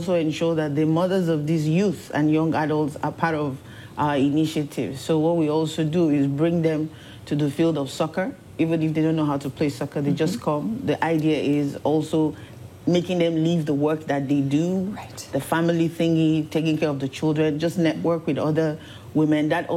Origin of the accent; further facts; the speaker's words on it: Nigeria; born there; moved away; Okay, so I was born in Nigeria, and I grew up, you know, hanging out with my grandparents, my parents